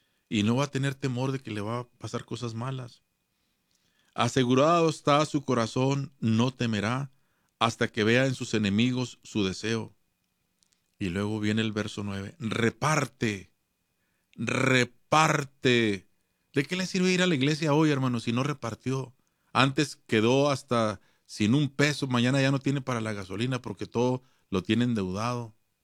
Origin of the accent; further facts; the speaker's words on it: Ciudad Juárez, Chihuahua, Mexico; now in Greeley, United States; Ciudad Juárez, mi tierra natal.